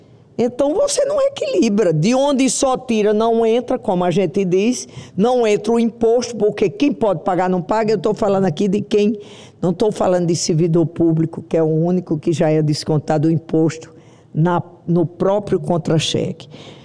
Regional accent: Northeast Region, Brazil; Nasci e cresci no Nordeste e via a seca

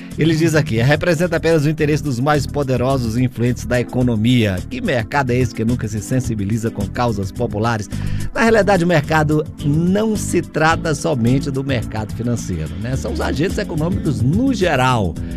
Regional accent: Teresina, Piauí, Brazil; como bom teresinense, já conheço, né, esse tipo de clima.

